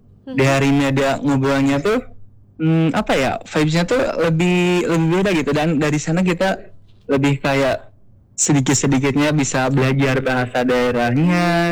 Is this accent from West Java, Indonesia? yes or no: yes; Cimahi, West Java, Indonesia; Kalau aku orang Cimahi asli kak.